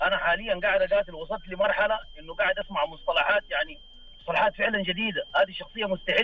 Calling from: Mecca, Makkah Province, Saudi Arabia

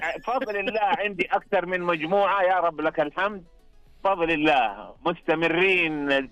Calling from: Mecca, Makkah Province, Saudi Arabia; من مكة المكرم.

